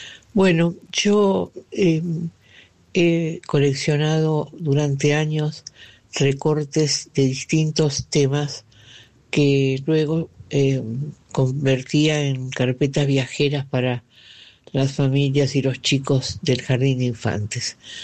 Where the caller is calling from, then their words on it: Boedo, Buenos Aires, Argentina; les deseo un hermoso sábado y domingo y lo mejor … de Boedo.